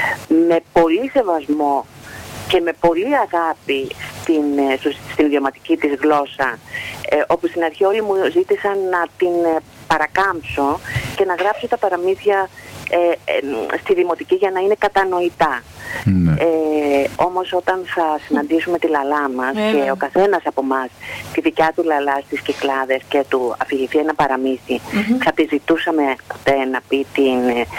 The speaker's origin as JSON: {"language": "Greek", "town": "Zygovisti", "region": "Peloponnese", "country": "Greece", "moved": "yes", "lives_now": "Cyclades, Greece", "said": "το χωριό μου λέγεται Ζυγοβίστη. Είναι από το Ζύγο και τη Βίτσα."}